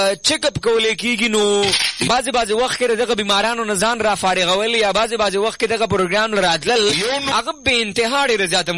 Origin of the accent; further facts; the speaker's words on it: Peshawar, Khyber Pakhtunkhwa, Pakistan; صرف څنګه زه خپل د پیښور یم او دې وخت کې په پیښور خار کې یم